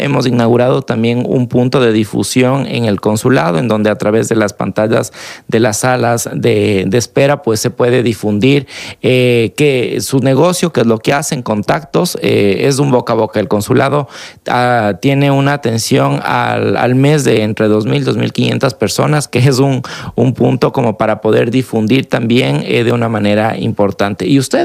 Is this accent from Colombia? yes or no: no; Ecuador; moved away as an adult; now in Spain; nosotros como ecuatorianos